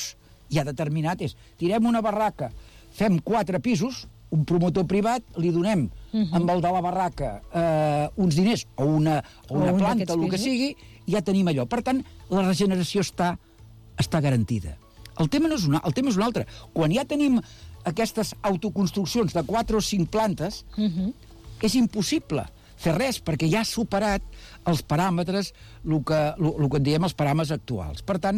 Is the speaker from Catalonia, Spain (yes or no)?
yes; Badalona, Catalonia, Spain